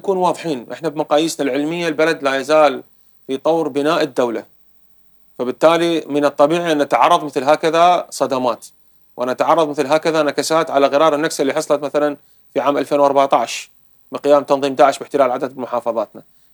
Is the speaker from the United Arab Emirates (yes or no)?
no; Iraq; لكن احنا كعراقيين مؤمنين بها